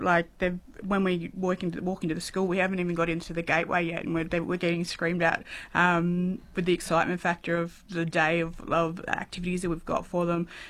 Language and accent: English; Quairading, Western Australia, Australia; also born or lived in Halls Creek; Yeah, I grew up in the Wheatbelt region in WA too, so Quaritting